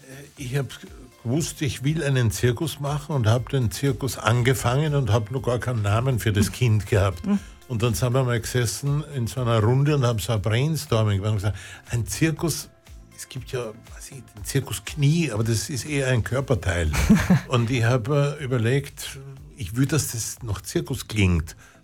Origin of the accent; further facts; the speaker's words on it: St. Pölten, Lower Austria, Austria; born or raised there